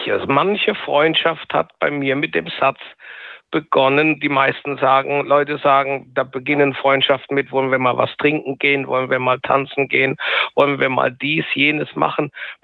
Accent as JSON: {"language": "German", "region": "Rhineland-Palatinate", "country": "Germany", "said": "ich komme aus der Pfalz"}